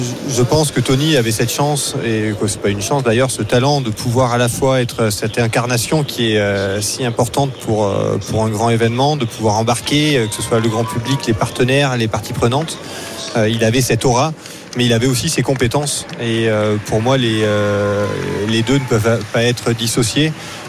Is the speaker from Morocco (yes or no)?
no; Pyrenees, France; je suis originaire des Pyrénées